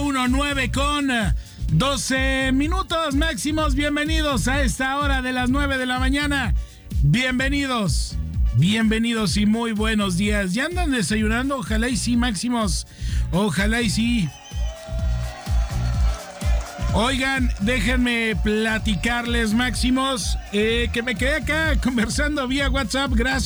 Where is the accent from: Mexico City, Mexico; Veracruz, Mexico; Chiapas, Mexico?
Veracruz, Mexico; Orizaba; Te recomiendo mi tierra, Orizaba, Veracruz.